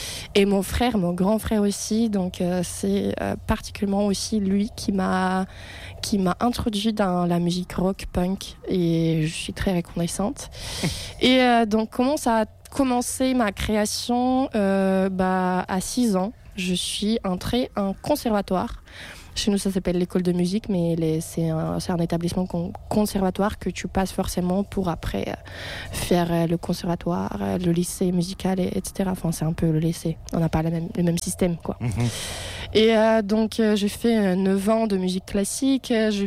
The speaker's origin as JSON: {"language": "French", "region": "Moscow", "country": "Russia", "tie": "born or raised there", "second_language": "French", "moved": "as an adult", "lives_now": "France", "said": "Alors je suis originaire de Russie, j'ai vécu toute ma vie. Née et grandi à Moscou, donc une fille de ville, une fille de capitale."}